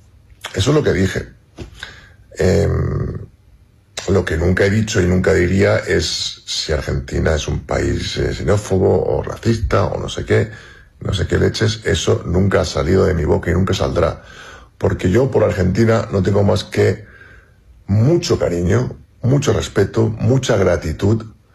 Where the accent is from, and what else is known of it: Spain